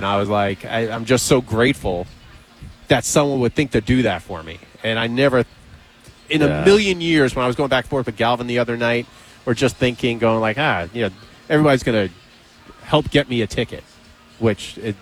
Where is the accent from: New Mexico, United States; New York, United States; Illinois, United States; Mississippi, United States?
New York, United States; accent: New York; I did not switch to my New York